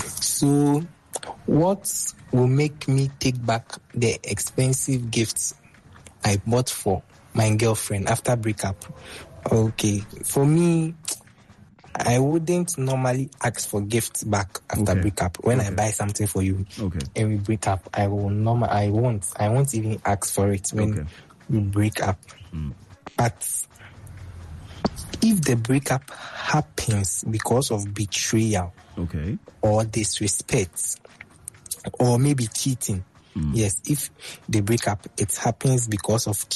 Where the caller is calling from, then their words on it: La Paz, Bolivia; I am speaking from La Paz.